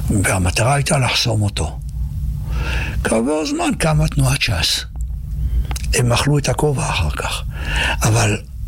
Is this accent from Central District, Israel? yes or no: yes; Petah Tikva, Central District, Israel; born there; moved away; השנתיים האלה שגדלתי בפתח תקווה